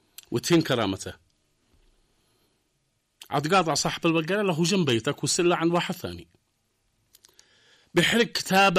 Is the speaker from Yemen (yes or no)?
yes; Yemen; اليوم الحاصل عندنا في اليمن